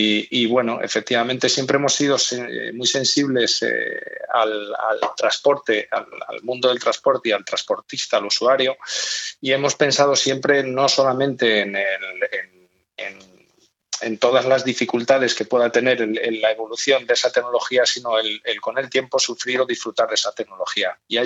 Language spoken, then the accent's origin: Spanish; Valladolid, Castile and León, Spain; como vallisoletanos, nos tenemos que sentir orgullosos.